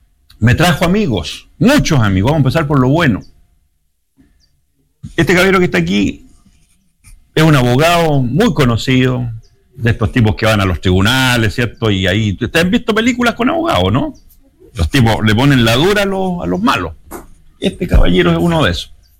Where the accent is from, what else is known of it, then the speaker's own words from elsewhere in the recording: Vicuña, Coquimbo, Chile; born there; Yo también nací en Vicuña. Mi partida de nacimiento lo dice.